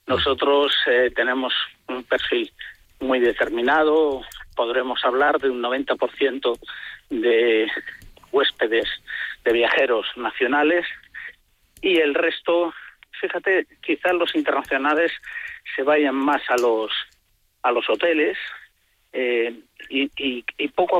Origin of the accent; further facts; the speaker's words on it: Valladolid, Castile and León, Spain; Yo siempre digo que somos los vallisoletanos los primeros que nos tenemos que creer las bondades de nuestra ciudad